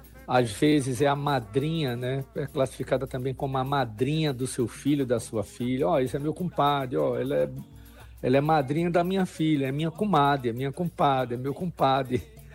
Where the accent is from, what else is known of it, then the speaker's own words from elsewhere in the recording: Carpina, Pernambuco, Brazil; na zona da Mata Norte, de onde eu vim, lá de Carpina